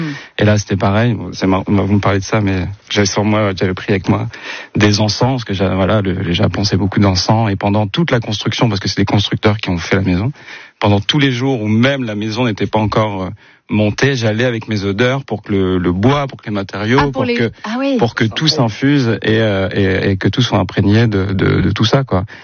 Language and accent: French; Boulogne-sur-Mer, Hauts-de-France, France; il y a eu un tournage qui s'est fait là d'où je viens, de Boulogne-sur-Mer